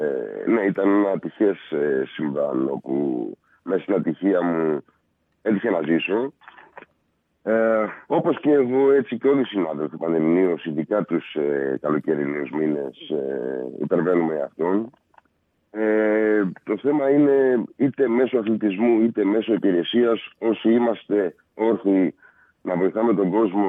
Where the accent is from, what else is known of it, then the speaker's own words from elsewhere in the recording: Piraeus, Attica, Greece; moved away as an adult; now in Patras, Greece; εγώ είμαι από Πειραιά, μεγάλωσα στην Πειραιά. Επαγγελματικές υποχρεώσεις με έφεραν στην Πάτρα.